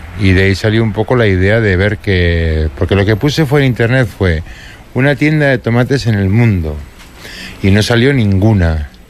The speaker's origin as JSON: {"language": "Spanish", "region": "Navarre", "country": "Spain", "said": "como soy de Navarra y somos bastante tradicionales"}